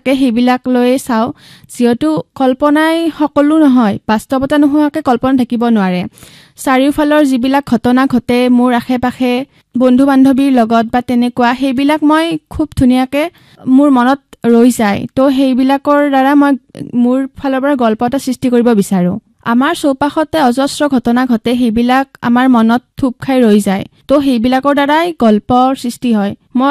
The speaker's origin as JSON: {"language": "Assamese", "town": "Sualkuchi", "region": "Assam", "country": "India", "tie": "born or raised there", "said": "নমস্কাৰ, মোৰ ঘৰ শুৱালকুছিত, শুৱালকুছি গাঁৱৰ শ্ৰীহাটীত। মই স্কুলীয়া শিক্ষা সমাপ্ত কৰিছোঁ গণেশদাস হাইস্কুলৰ পৰা।"}